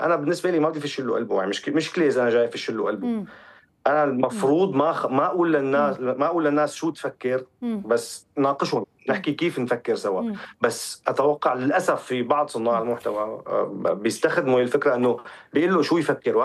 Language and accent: Arabic; Syria